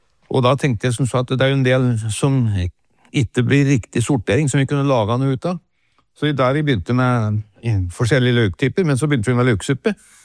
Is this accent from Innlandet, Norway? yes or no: yes; Åsmarka, Innlandet, Norway; Nei, men min far drev jo forretning i Åsmarka, der jeg vokste opp.